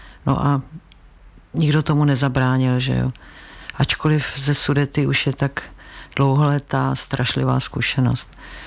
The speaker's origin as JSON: {"language": "Czech", "region": "Prague", "country": "Czechia", "tie": "born or raised there", "said": "My jsme vyrůstali v Dejvicích na jednom dvoře."}